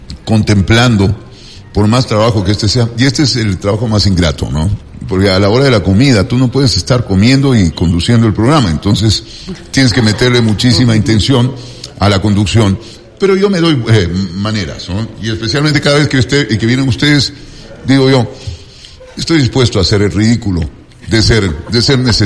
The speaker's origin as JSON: {"language": "Spanish", "country": "Ecuador", "said": "el servicio que refleja la calidad humana de todos nosotros los ecuatorianos y de hermanos como tú, colombianos, que hacen de esta su propia casa."}